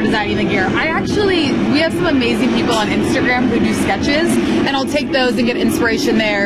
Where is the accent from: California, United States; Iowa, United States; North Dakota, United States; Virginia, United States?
California, United States; Sacramento; I'm the Sactown girl.